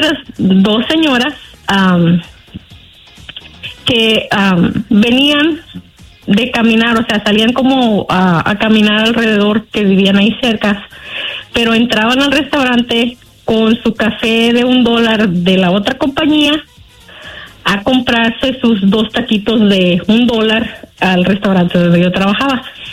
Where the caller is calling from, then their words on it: Manteca, California, United States; De aquí, de la ciudad de Manteca, California.